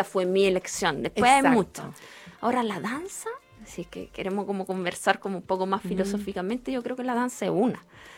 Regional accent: Rieti, Lazio, Italy; accent: Italian; Spanish is a second language; moved away as an adult; also born or lived in Rome; now in Chile; Entonces era una chica de provincia. Nací, me crié en Rieti. Ya a los 16 ya empecé a salir de la casa, ir a la capital para mis estudios. Pero de ahí soy, de ahí vengo, ahí está mi familia, mis orígenes

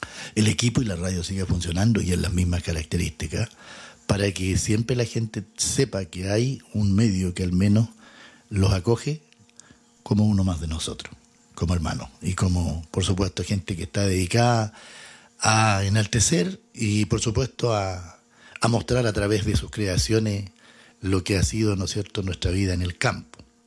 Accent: Chile

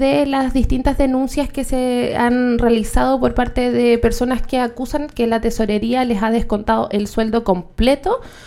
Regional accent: Chile

